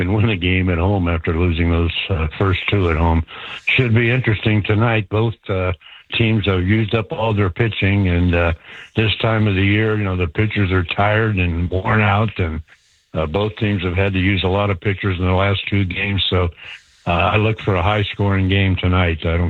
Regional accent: Akron, Ohio, United States; I grew up in Akron, and I was 8 years old in 1948

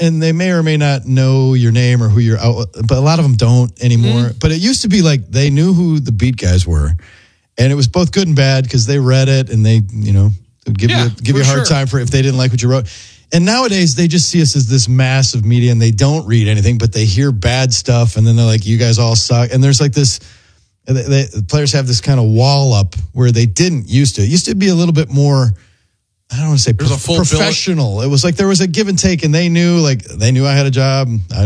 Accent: Wisconsin, United States; I'm a straight-up cheeser

